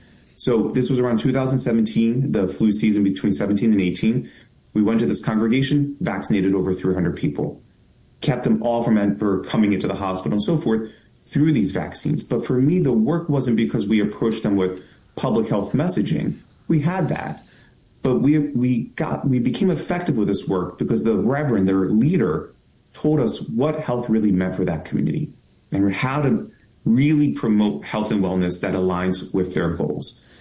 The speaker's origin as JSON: {"language": "English", "town": "Baltimore", "region": "Maryland", "country": "United States", "tie": "born or raised there", "said": "I'm a son of Baltimore, born and raised, and growing up in Greektown, Highlandtown, we had a Hopkins hospital in our backyard."}